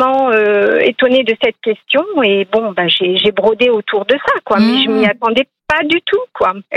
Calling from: Perpignan, Occitanie, France; De Perpignan

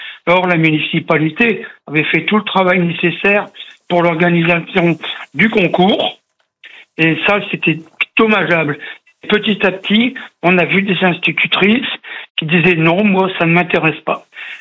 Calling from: Templeuve-en-Pévèle, Hauts-de-France, France; Templeuve en Pévèle.

